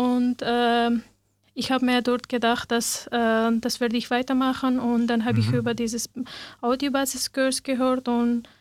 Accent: Afghanistan; German is a second language; moved away as an adult; now in Austria; es war ein bisschen schwierig in meinem Heimat in Afghanistan. Und dann bin ich nach Österreich gekommen und zum Deutschlernen war ich beim einem Verein.

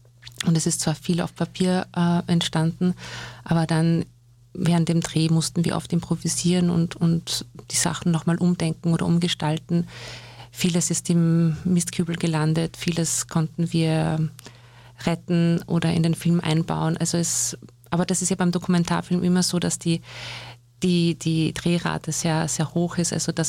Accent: Upper Austria, Austria; Ein Stück weit schon, natürlich, weil einfach sehr die prägendsten Jahre meines Lebens hier verbracht wurden und das ist halt doch von 6 bis 18

